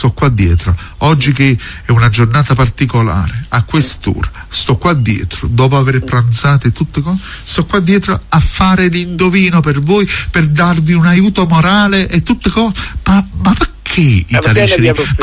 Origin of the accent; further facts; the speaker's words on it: Torre del Greco, Campania, Italy; born there; Io sono nato a Torre del Greco.